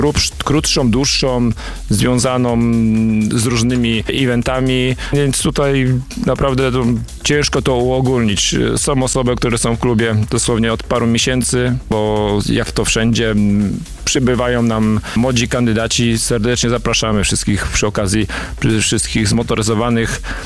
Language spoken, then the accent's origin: Polish; Słupca, Greater Poland Voivodeship, Poland; Flaga Słupcy i barwy Słupcy i to, że jesteśmy ze Słupcy i z powiatu słupeckiego, choć nie tylko, bo są motocykliści wśród nas również z innych powiatów.